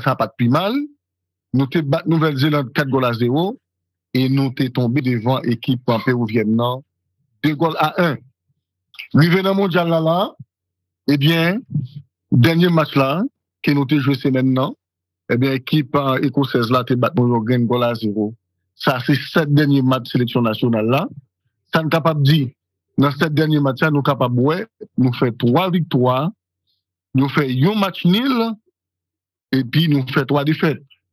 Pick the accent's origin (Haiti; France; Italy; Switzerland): Haiti; Et je dis, hein, en tant que fan Haïti, en tant que Haïtien